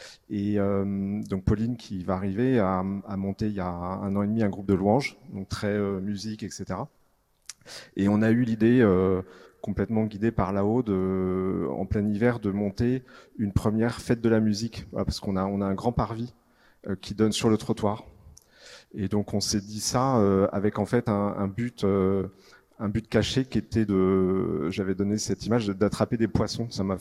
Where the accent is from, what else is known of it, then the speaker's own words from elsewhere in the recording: Paris, Île-de-France, France; Donc on est parisien, on vit dans le 16e à Paris et notre paroisse c'est Saint Honoré des Laux.